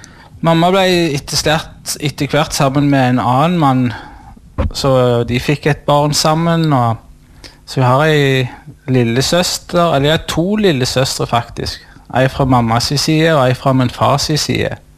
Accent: Sandnes, Rogaland, Norway; jeg jo fra Sandnes, og jeg ble vel født inn i det.

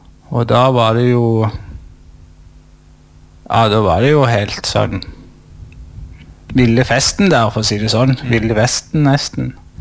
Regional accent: Sandnes, Rogaland, Norway; jeg jo fra Sandnes, og jeg ble vel født inn i det.

